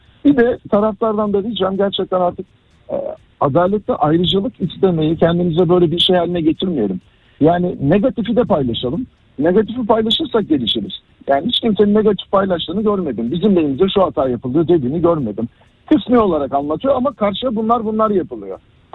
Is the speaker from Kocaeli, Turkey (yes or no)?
yes; İzmit, Kocaeli, Turkey; Ben de Kocaeli'yim bu arada. Yani bizim ortak müşterimiz de çok var. 98 mezunuyum ben. Aynı coğrafyada büyüdük sizinle.